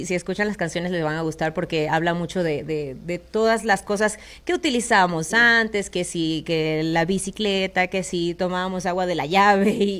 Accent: Venezuela; Yo, por ejemplo, soy venezolana

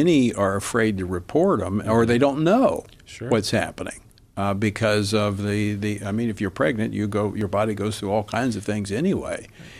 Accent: Louisiana, United States; which is back in my home state of Louisiana

